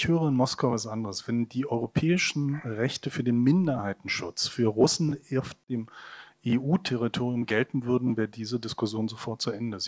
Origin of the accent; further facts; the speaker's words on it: East Germany, Germany; als Ostdeutscher